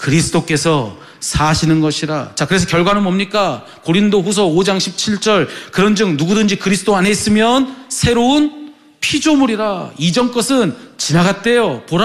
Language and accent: Korean; South Korea; 제가 한국 사람이어서